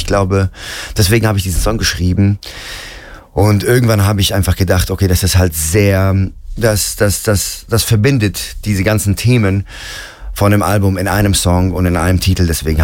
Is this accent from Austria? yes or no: no; Ramallah, West Bank, Palestine; ich komme ja aus Ramallah im Westjordanland